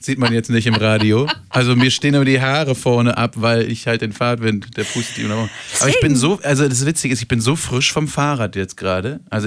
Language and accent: German; Flensburg, Schleswig-Holstein, Germany; born there; also born or lived in Hamburg; now in Schleswig-Holstein, Germany; ich komme gebürtig aus Flensburg, das möchte ich immer dazu sagen. Ich bin kein Hamburger, jetzt sowieso nicht mehr.